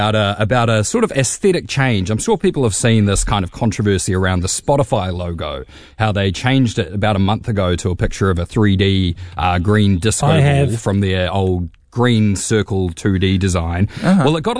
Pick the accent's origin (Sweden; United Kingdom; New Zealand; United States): New Zealand; Christchurch, Canterbury; now in Wellington, New Zealand; I'm from Christchurch